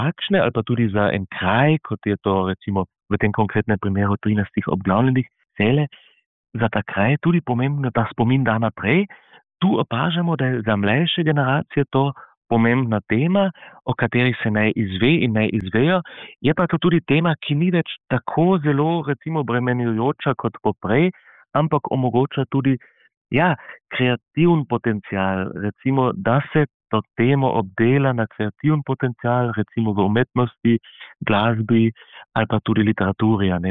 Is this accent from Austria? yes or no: yes; Carinthia, Austria; Koroški Slovenci, koroške Slovenke smo tu pretrpeli, ampak v celotnem alpsko-adrijanskem prostoru mi smo edini, ki smo tu morali pretrpeti, a ne?